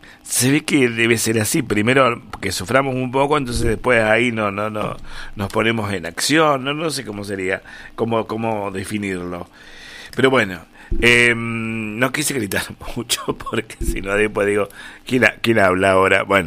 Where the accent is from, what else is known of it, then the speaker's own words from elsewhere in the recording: Argentina; nosotros mismos que somos argentinos.